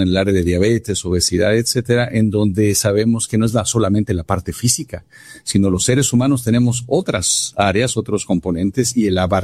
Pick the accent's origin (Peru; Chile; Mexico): Mexico; Hugo Sánchez nació en el barrio donde yo crecí en México